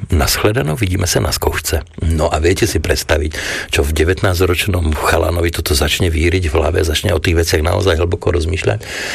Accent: Hradec Králové, Hradec Králové Region, Czechia; now in Slovakia; ja som vyrastal v Hradci Králové, tam na letisku vlastne ma ocino brával a keď sa rozdelili republiky, tak ocina poprosili, aby prišiel sem

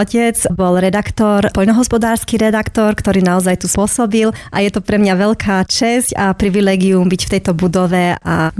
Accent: Košice, Košice Region, Slovakia; som rodačka z Košic. Žila som tu 21 rokov

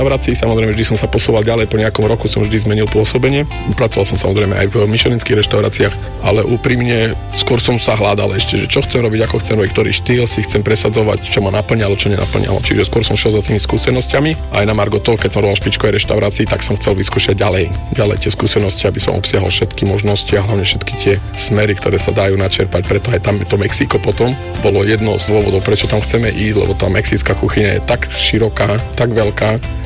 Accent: Poprad, Prešov Region, Slovakia; moved away as an adult; also born or lived in Prague / Ireland; now in Senec District, Slovakia; pochádzam z Popradu. Teraz dlhodobo žijem už v okrese Senec.

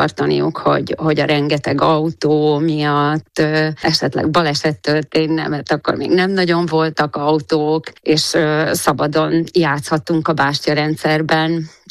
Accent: Komárno, Nitra Region, Slovakia; Komáromban születtem, de a fölmenőim azok nem ide valósiak, a Vág Garam közéből származom, a szüleim mindkét szülem Újlottról származik

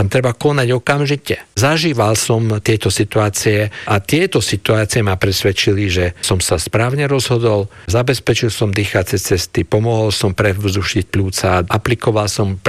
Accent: Košice, Košice Region, Slovakia; Á, tak ja som Košičan.

